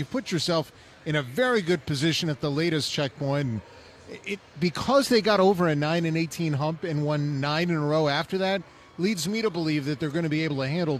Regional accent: Houston, Texas, United States; Alongside Andy Freed … from Houston.

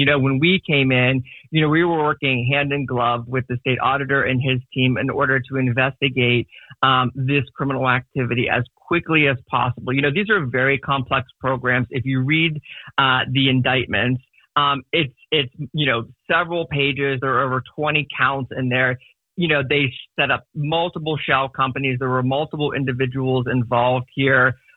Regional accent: Ohio, United States; I grew up in the Ohio Valley. I grew up about 10 minutes from Steubenville, Ohio, and I'm the son of a steel mill worker.

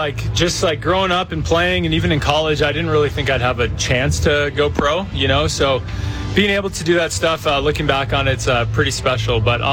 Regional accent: Ontario, Canada; moved away as an adult; also born or lived in Oklahoma; I grew up in the suburbs of Toronto and then going to a town of like 800 people.

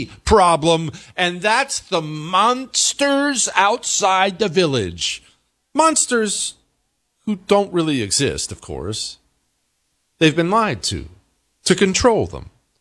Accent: Montana, United States; I grew up in Montana where they have militias up

